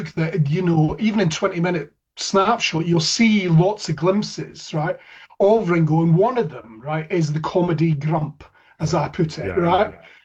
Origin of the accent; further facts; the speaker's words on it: Scotland, United Kingdom; And also because, as your listeners might hear, I'm Scottish, right?